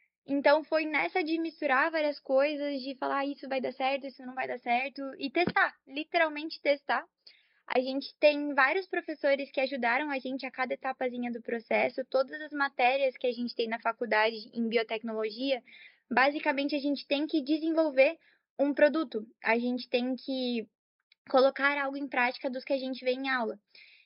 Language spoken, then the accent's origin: Portuguese; São Paulo, Brazil; moved away as an adult; now in Curitiba, Brazil; Eu sou de São Paulo e eu vim para cá, para Curitiba, só para fazer na PUC